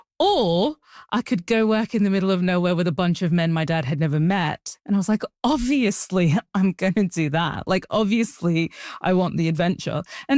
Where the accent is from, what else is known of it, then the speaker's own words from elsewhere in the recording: Australia; also born or lived in Sudan; I was born in Sudan. I was raised in Australia. You know, I started wearing the hijab, the headscarf, when I was like 10 years old.